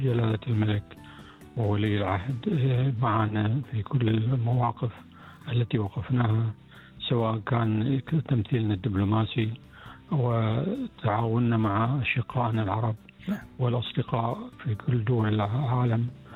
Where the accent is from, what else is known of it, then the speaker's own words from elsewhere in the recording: Bahrain; الإعلام عندنا في البحرين متطور،